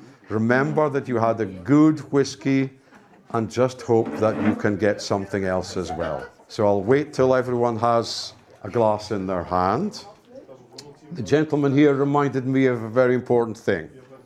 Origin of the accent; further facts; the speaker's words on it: Scotland, United Kingdom; I'm sorry, I'm not English. Yeah? Calling me English is like calling someone from Nuremberg a buyer.